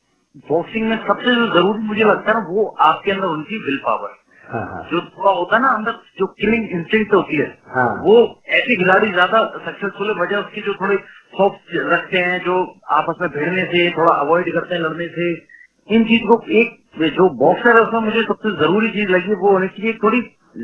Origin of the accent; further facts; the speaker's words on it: Agra, Uttar Pradesh, India; also born or lived in Etawah; Basically father police में थे, तो आगरा ऐसे यहाँ पर पापा की पोस्टिंग थी। हम बेसिकली इटावा के रहने वाले हैं, तो फिर यही हमारी सारी स्कूलिंग हुई है